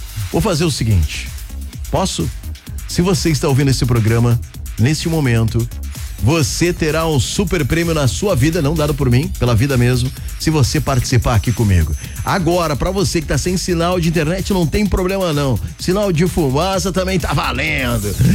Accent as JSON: {"language": "Portuguese", "town": "Porto Alegre", "region": "Rio Grande do Sul", "country": "Brazil", "said": "eu amo o Vale do Taquari, sou porto-alegrense"}